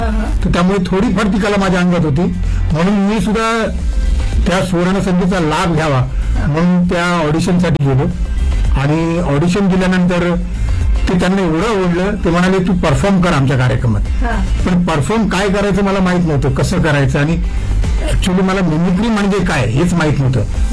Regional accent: Mumbai, Maharashtra, India; मी आधी मुंबईत राहायचो. वरील कोळीवाडा हे माझं गाव, आणि कोळीवाडा म्हटलं की संपूर्ण कोळ्यांचं गाव आहे ते.

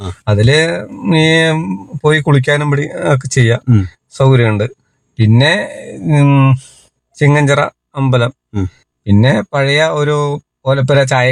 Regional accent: Palakkad, Kerala, India; ജനിച്ചു വളർന്ന ഇവിടുന്ന് ഒരു എടച്ചറ പറഞ്ഞ സ്ഥലത്താണ് ഞാൻ ജനിച്ചത്.

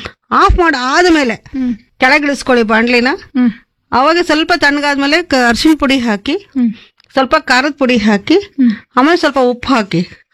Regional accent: Raichur, Karnataka, India; basically ನಾನ್ ಬಂದು ರಾಯಚೂರ್ ಕಡೆಯವಳು

